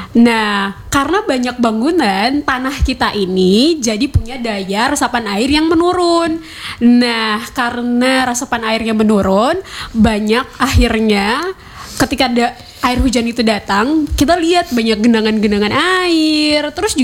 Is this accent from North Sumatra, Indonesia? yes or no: no; Kupang, East Nusa Tenggara, Indonesia; sebagai warga Kota Kupang